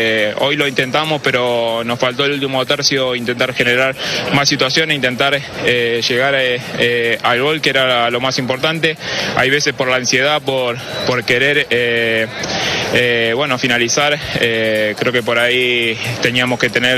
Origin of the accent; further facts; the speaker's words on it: Argentina; soy un argentino más que va a alentar por ellos y ojalá que sigan dándonos alegría, ¿no?